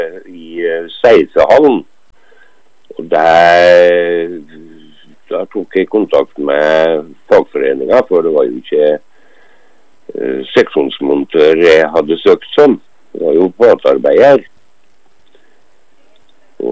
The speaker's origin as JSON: {"language": "Norwegian", "region": "Innlandet", "country": "Norway", "moved": "as an adult", "said": "Jeg kommer fra Gudbrandsdalen."}